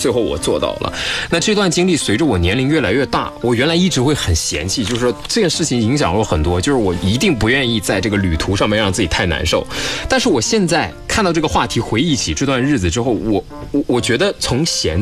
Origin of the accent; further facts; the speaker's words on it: Guangdong, China; 我现在反正我在广东长大